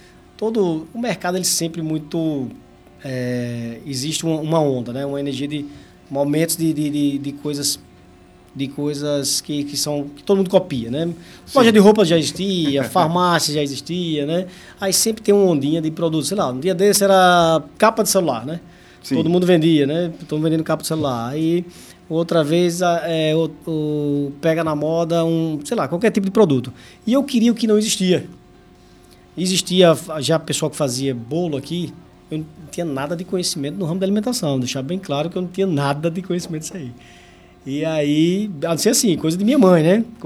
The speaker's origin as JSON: {"language": "Portuguese", "town": "Aracaju", "region": "Sergipe", "country": "Brazil", "tie": "born or raised there", "moved": "yes", "lives_now": "Lagarto, Brazil", "said": "Nasci em Aracaju, me criei lá em Aracaju e depois, já rapaz, vim para cá, estudei no Polivalente, segundo ano"}